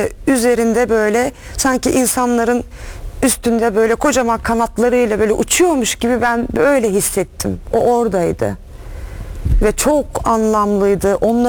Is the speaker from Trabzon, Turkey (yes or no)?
yes; Trabzon, Turkey; İşte biz Trabzonluyuz ya, baba, aha, İtalyan.